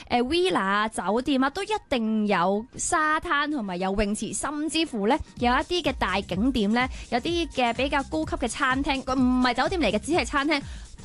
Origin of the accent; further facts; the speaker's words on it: Hong Kong; 我哋香港人当然就唔会咁做啦